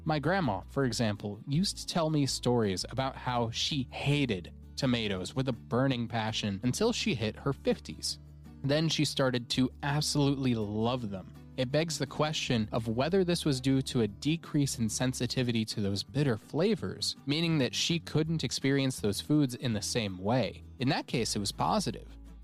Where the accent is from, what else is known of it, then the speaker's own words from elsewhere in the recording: Colorado, United States; moved away as an adult; now in Adelaide, Australia; you can probably tell that I'm not an Australian. I'm from the colorful centennial state in the US of A, Colorado.